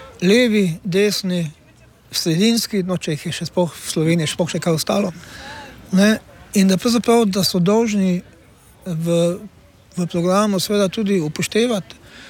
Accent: Styria, Slovenia; kot pravimo Štajerci

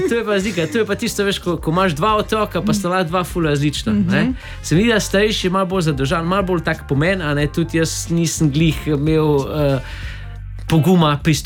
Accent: Velenje, Savinja, Slovenia; Ja, zdaj smo iz Velenja, no.

